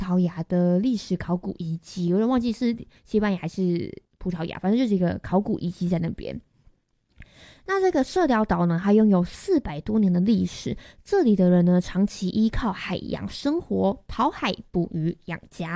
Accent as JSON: {"language": "Chinese", "region": "Keelung", "country": "Taiwan", "tie": "born or raised there", "said": "身为土生土长的基隆人"}